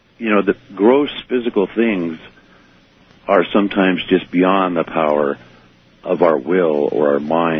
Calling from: California, United States; I'm calling from Northern California.

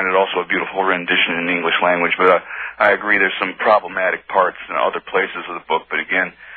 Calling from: Philadelphia, Pennsylvania, United States; Yes, I'm calling from Philadelphia.

